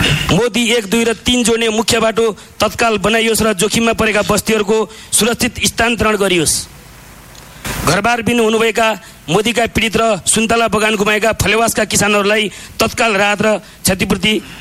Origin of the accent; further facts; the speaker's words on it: Parbat District, Gandaki Province, Nepal; हरेक वर्षासँगै आउने विपत्तिको त्रास आज मेरो गृह जिल्ला पर्वतको नियति बनेको छ।